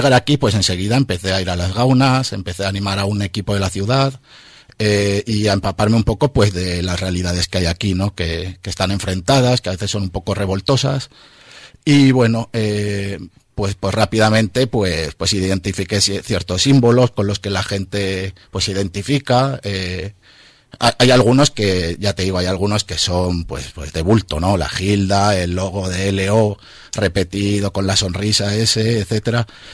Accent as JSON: {"language": "Spanish", "town": "Miranda de Ebro", "region": "Castile and León", "country": "Spain", "lives_now": "Logroño, Spain", "said": "yo soy de Miranda, ¿vale? Y pero te podría decir que quiero a Logroño exactamente de la misma forma"}